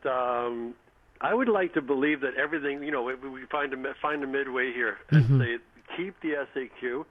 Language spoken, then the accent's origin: English; Vancouver, British Columbia, Canada; now in Montreal, Canada; I've been living in Montreal for 41 years now. I'm originally from Vancouver.